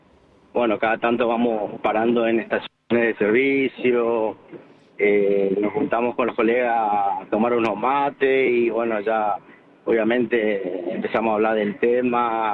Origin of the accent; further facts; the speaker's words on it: Formosa, Argentina; Soy de Formosa.